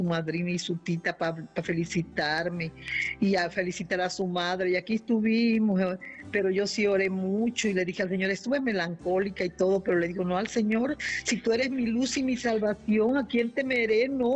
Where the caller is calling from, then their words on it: Aguascalientes, Mexico; Hablo de Aguascalientes